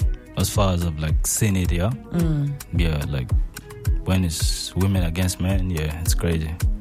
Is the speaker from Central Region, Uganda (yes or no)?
yes; Kampala, Central Region, Uganda; With a blend of Ugandan culture, because I grew up in Kampala